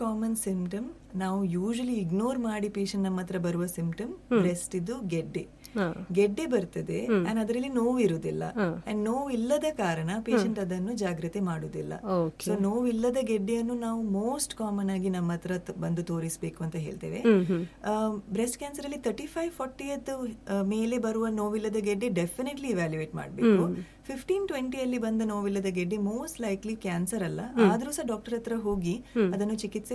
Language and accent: Kannada; Mangalore, Karnataka, India; ನಾನು ಮ್ಯಾಂಗ್ಳೂರಿನೇ. ನನ್ನ ಪಪ್ಪ ಮಲಯಾಳಿ ಮ್ಯಾಂಗ್ಳೂರ್ ಕೇರಳದಿಂದ, ನನ್ನ ಮಮ್ಮಿ ಮ್ಯಾಂಗ್ಳೂರಿಂದಲೇ. ನಾನು ನನ್ನನ್ನು ಮ್ಯಾಂಗ್ಳೂರಿನೇ ಹೇಳುದು.